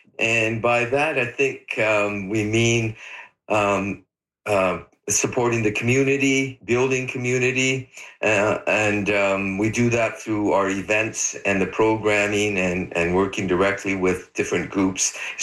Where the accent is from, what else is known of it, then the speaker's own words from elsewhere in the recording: Richmond, British Columbia, Canada; My entire life is kind of boring. I grew up in Richmond. Went to UBC, came back and became a teacher and a school administrator, and now I'm a community volunteer.